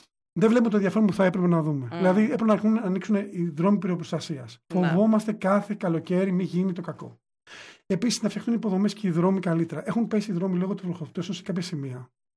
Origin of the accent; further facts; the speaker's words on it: Platania, Peloponnese, Greece; Και είναι ωραίο να περπατάς στο χωριό μου.